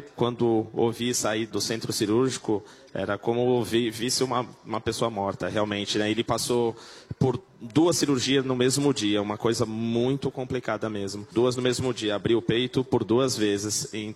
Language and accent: Portuguese; Praia Grande, São Paulo, Brazil